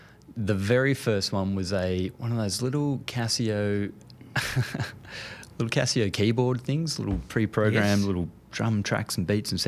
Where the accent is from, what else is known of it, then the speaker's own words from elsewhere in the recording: Deniliquin, New South Wales, Australia; I grew up in Denny